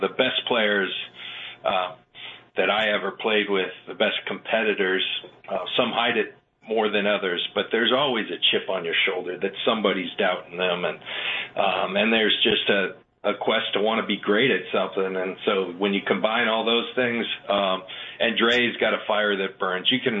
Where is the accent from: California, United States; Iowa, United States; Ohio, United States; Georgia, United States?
California, United States; San Diego; born or raised there; moved away